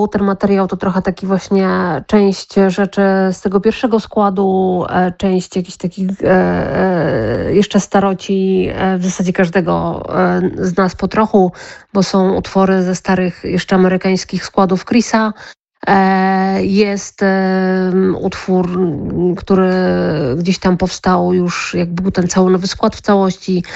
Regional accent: Kraków, Lesser Poland, Poland; wszyscy jesteśmy z Krakowa

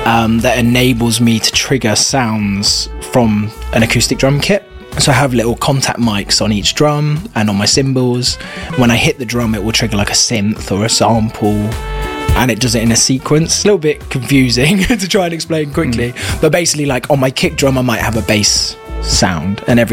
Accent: New Forest, South East England, United Kingdom; moved away as an adult; now in London, United Kingdom; But I grew up in the New Forest. It's not a jazz scene in the New Forest. So I never had a jazz lesson. Yeah, I moved to London when I was 19.

